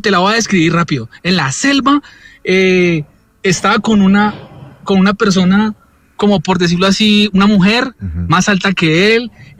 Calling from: Bogotá, Colombia; me comunico de acá de Bogotá.

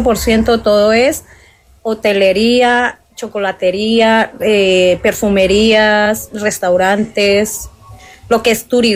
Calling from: San Andrés, San Andrés, Providencia and Santa Catalina, Colombia; No, yo vivo en San Andrés.

